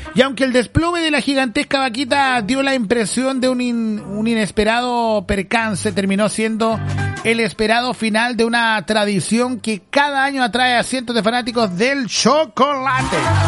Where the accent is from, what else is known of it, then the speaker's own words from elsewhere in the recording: Chile; como buen chileno, ¿no?